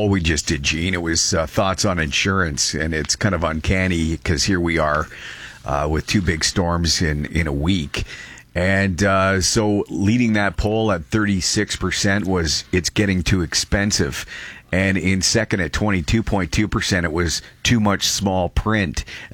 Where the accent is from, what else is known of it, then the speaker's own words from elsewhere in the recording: Brantford, Ontario, Canada; You know, my hometown of Brantford's been affected like this for quite some time, too.